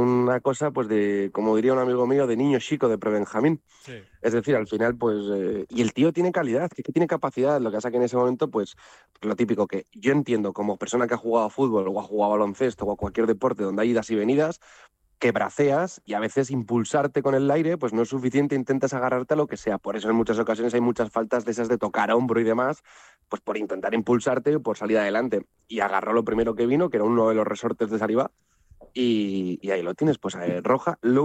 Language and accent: Spanish; Zaragoza, Aragon, Spain; soy de Zaragoza, yo tengo consistencia al frío, yo nací en el frío